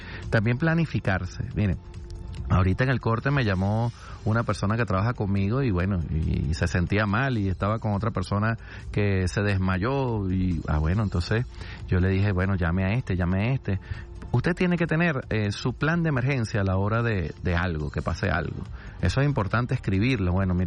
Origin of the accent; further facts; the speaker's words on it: Barquisimeto, Lara, Venezuela; born there; moved away; yo ayer fui el sábado a Barquisimeto, saludo a la gente de Barquisimeto, mi ciudad natal.